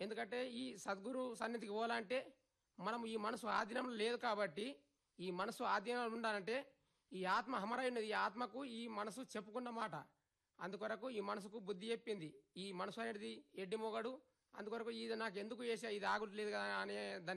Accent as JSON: {"language": "Telugu", "town": "Makoda", "region": "Telangana", "country": "India", "tie": "born or raised there", "said": "మా ఊరు మాకూడ, మండలం జైనత్, జిల్లా ఆదిలాబాద్."}